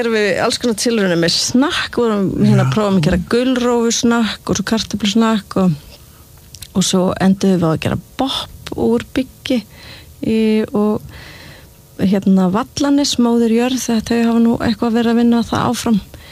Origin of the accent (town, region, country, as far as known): Seltjarnarnes, Capital Region, Iceland; born or raised there